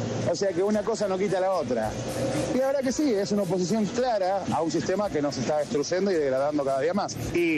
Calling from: La Pampa, Argentina; de La Pampa.

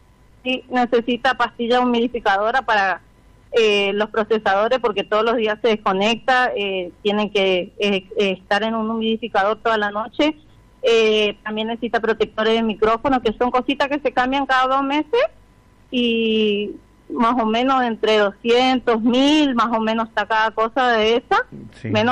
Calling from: Puerto Tirol, Chaco, Argentina; Y soy de Puerto Tirol

